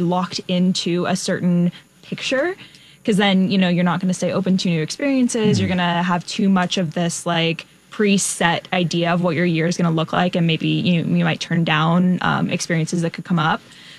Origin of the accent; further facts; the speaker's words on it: California, United States; moved away as an adult; now in Chicago, United States; I'm not actually from Chicago. I'm from California.